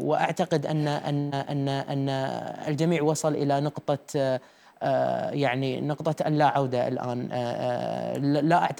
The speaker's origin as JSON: {"language": "Arabic", "country": "Qatar", "said": "وأنا أيضا كقطري فخور جدا بهذا الشيء،"}